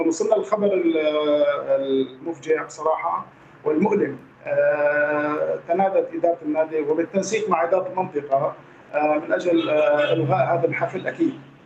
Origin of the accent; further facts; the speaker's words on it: Salamiyah, Hama Governorate, Syria; باسم اهالي سلميه عموما، نحن من لما بنعزي حالنا ايضا كمان نحن كسوريين